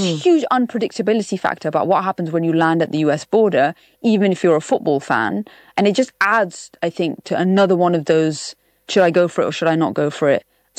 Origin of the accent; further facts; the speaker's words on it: United Kingdom; and I've experienced this as a Brit who went to the US last year.